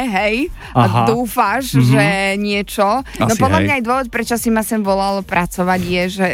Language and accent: Slovak; Banská Bystrica, Banská Bystrica Region, Slovakia; ja som z Bystrice.